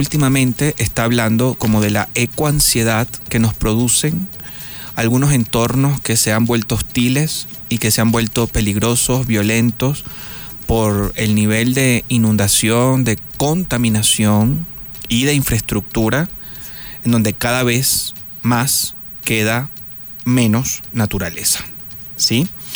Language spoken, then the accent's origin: Spanish; Venezuela; en mi país y en una parte de la costa de mi país, en el estado Vargas